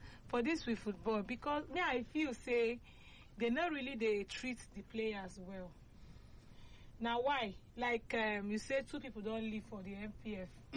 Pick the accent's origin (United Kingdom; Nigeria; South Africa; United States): Nigeria; Imo; Yes, I'm from Imo State.